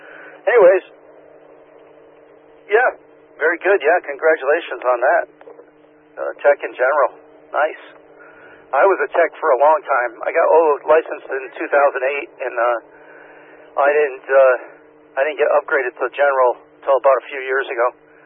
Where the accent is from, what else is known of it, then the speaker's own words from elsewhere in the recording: Cheshire, Connecticut, United States; I grew up in the Ridges, up by Cheshire Res there.